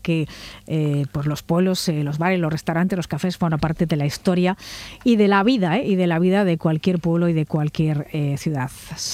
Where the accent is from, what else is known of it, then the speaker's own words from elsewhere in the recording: Torrelavega, Cantabria, Spain; Pues para los que son o somos de Torre la Vega, sí.